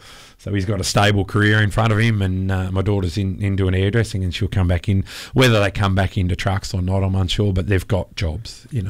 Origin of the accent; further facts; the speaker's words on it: Eastern States, Australia; moved away as an adult; now in Western Australia, Australia; I come from the East, grew up in the East, started trucking in the Eastern States.